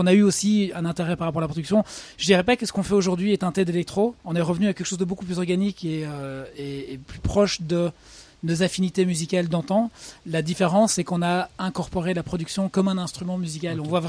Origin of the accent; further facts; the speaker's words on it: England, United Kingdom; now in Brussels, Belgium; moi je suis anglais d'origine, mais on vivait tous les trois à Bruxelles.